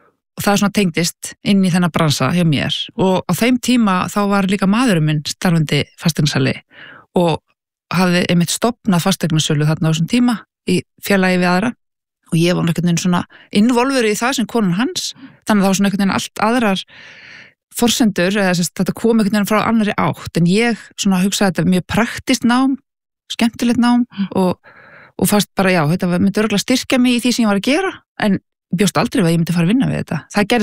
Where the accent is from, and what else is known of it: Reykjavík, Capital Region, Iceland; born or raised there